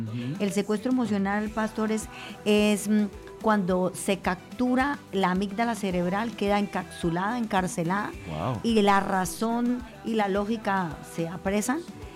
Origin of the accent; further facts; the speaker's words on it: Sardinata, Norte de Santander, Colombia; born there; Mis raíces son de Sardinata, norte de Santander.